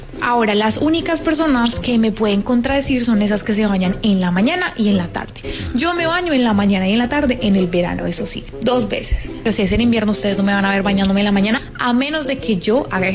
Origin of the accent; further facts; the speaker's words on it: Colombia; moved away as an adult; now in United States; Yo soy colombiana